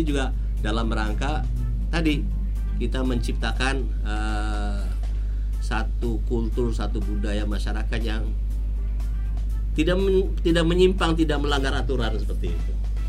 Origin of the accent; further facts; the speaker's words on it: Indramayu, West Java, Indonesia; asli Montermayu